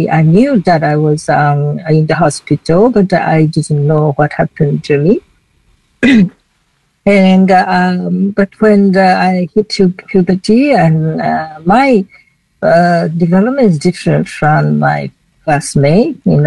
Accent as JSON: {"language": "English", "country": "Taiwan", "first_language": "Chinese", "second_language": "English", "said": "I'm from Taiwan, and I am the founder of OII Chinese since 2008."}